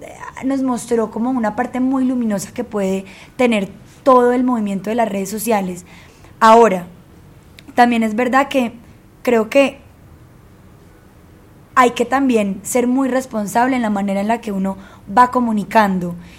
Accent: Medellín, Antioquia, Colombia; now in Bogotá, Colombia; nosotros somos de Medellín, pero Bogotá nos ha acogido de una manera pues muy hermosa

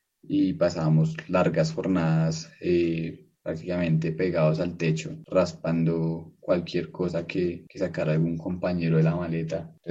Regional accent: Bogotá, Bogotá Capital District, Colombia

